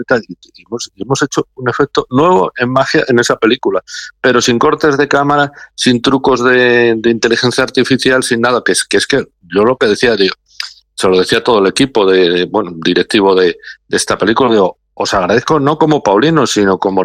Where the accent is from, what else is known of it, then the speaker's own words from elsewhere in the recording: Peñaranda de Bracamonte, Castile and León, Spain; born there; now in Zamora, Spain; Porque cuando Zamorano soy de adopción y obviamente, como digo, ciudadano del mundo. Pero yo nací en Peñaranda de Bracamonte.